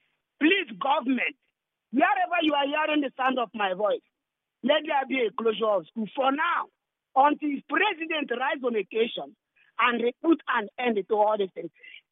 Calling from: Eche, Nigeria; I'm calling from Eche.

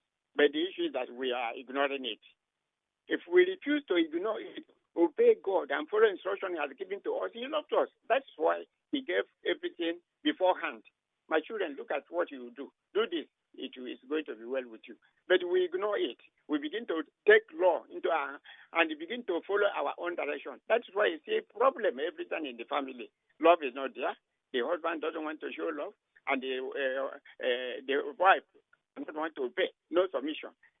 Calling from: Igrita, Rivers, Nigeria; I'm calling from Igrita.

